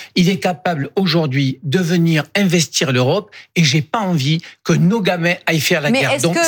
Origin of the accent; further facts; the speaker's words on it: France; Je suis Français. Je suis en difficulté.